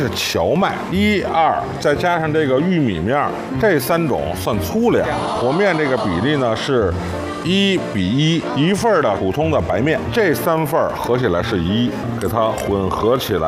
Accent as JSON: {"language": "Chinese", "region": "Beijing", "country": "China", "said": "作为老北京，对这个面条是情有独钟。"}